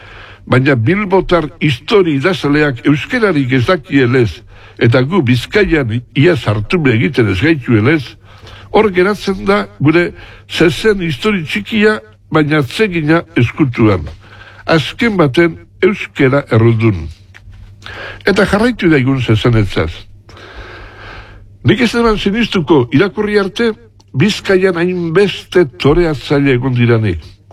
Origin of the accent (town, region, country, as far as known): Ondarroa, Basque Country, Spain